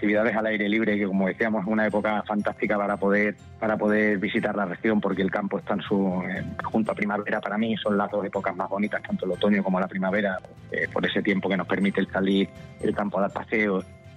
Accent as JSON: {"language": "Spanish", "town": "Cáceres", "region": "Extremadura", "country": "Spain", "also_born_or_lived": "Madrid", "moved": "as an adult", "said": "soy el director general de turismo de la Junta de Extremadura y bueno, soy cacereño."}